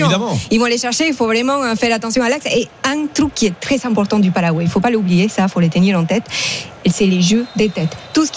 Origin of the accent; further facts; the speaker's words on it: France; Mais moi, je suis française. Moi, je suis pour la France.